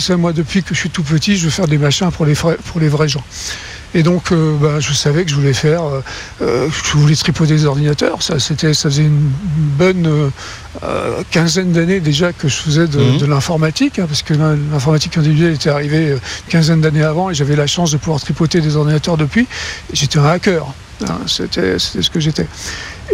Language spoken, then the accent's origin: French; France; accent: very French; moved away as an adult; also born or lived in Toulouse / Boston; now in Palo Alto, United States; Donc, j'ai gardé un accent très français aujourd'hui, mais bon, ça va mieux. Et donc, j'ai appris à parler anglais.